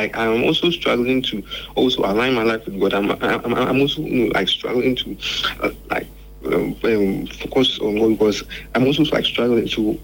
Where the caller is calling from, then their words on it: Enyinam, Ghana; Okay, I'm calling from Enyinam.